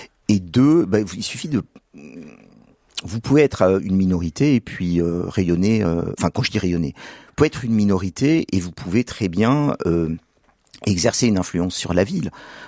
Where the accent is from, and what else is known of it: Privas, Auvergne-Rhône-Alpes, France